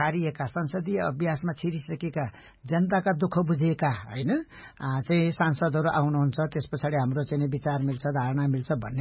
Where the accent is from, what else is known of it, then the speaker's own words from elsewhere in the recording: Koshi Province, Nepal; पहिले सिक्किम छुट्टै राज्य हुँदाखेरि भारत सिक्किम र नेपालको सिमाना जोडिएको ठाउँलाई चाहिँ तीन सिमाना भन्छ, त्यो मेरो गाउँमा पर्दछ।